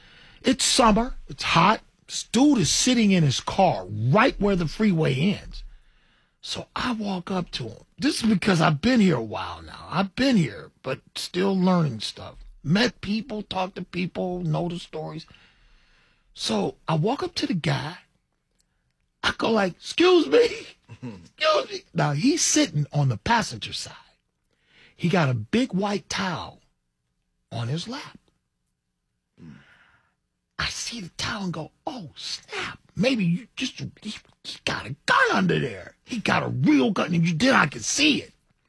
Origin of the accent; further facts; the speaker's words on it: Cleveland, Ohio, United States; now in Detroit, United States; Born and raised in Cleveland